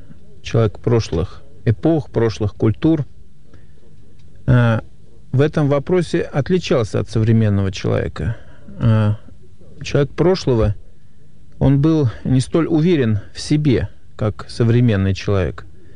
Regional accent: Moscow, Russia; Я москвич, родился в Москве и всю свою почти более чем 40-летнюю жизнь прожил в этом городе.

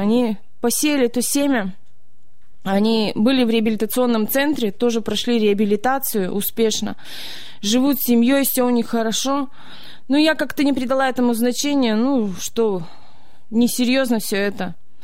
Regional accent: Chaykovsky, Perm Krai, Russia; born or raised there

